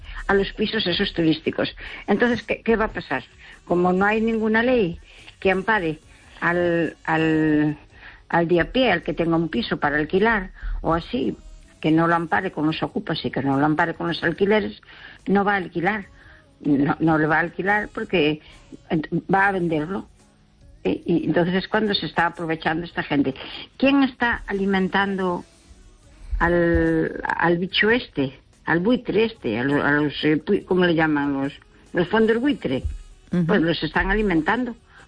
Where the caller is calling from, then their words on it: Pontevedra, Galicia, Spain; Hola, buenas noches. … de Pontevedra.